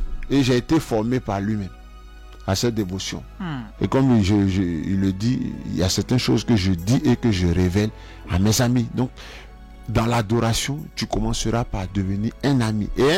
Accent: Côte d’Ivoire; born there; Quand j'étais jeune à Saint-André, enfant de cœur, on faisait ça de 23h à minuit dans les années 80

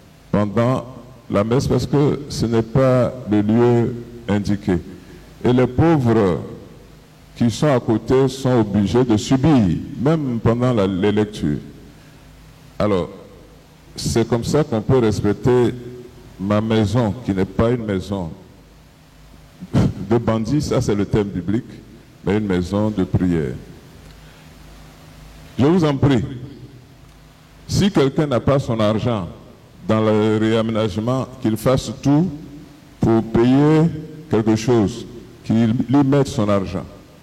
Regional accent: Jacquesville, Lagunes, Côte d’Ivoire; Je viens de Jacquesville, de la région de Jacquesville, de mon village même.

